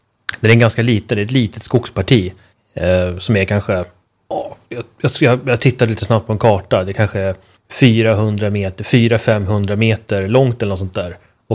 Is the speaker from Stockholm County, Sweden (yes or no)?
no; Uppsala, Uppsala County, Sweden; Inte bara från min hemstad Uppsala, utan från min hemstadsdel Eriksberg i Uppsalas sydvästra utkanter. Där är jag född och uppvuxen